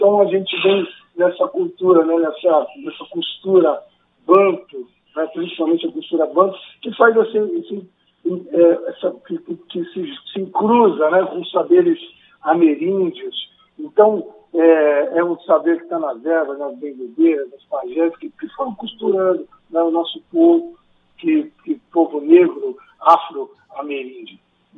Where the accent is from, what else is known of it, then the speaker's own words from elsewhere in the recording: Barra Mansa, Rio de Janeiro, Brazil; Sou de Barra Mansa e Barra do Piraí, né?